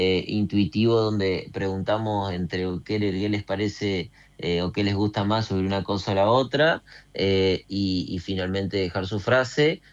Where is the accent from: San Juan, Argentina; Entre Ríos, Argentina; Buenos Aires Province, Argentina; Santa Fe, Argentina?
Entre Ríos, Argentina; Gualeguay; yo soy de Gualeguay